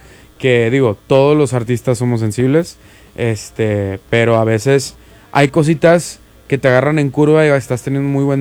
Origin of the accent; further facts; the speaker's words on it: Monterrey, Nuevo León, Mexico; soy aquí de Monterrey.